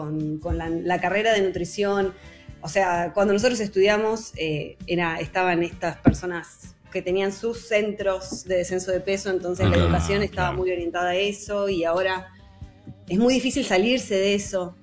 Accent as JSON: {"language": "Spanish", "town": "Canning", "region": "Buenos Aires Province", "country": "Argentina", "tie": "born there", "said": "Yo viví un tiempo en Capital, pero la verdad, desde los 10 años que vivo en esta zona."}